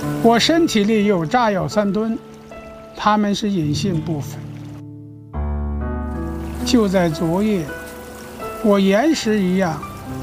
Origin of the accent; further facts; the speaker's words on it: Shaanxi, China; 其实我的大半生和两个地方发生关系，一个呢就是矿山，一个呢就是我的老家陕南。